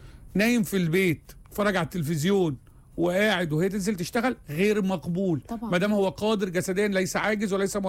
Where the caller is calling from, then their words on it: Aden, Yemen; من اليمن عدن، اهلا بيكم.